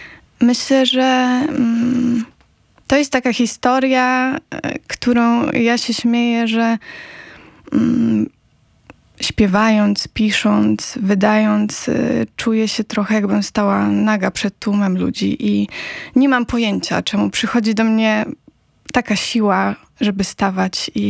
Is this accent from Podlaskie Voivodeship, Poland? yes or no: yes; Zambrów, Podlaskie Voivodeship, Poland; jestem zwykłą dziewczyną z Podlasia, z małego miasta, z Zambrowa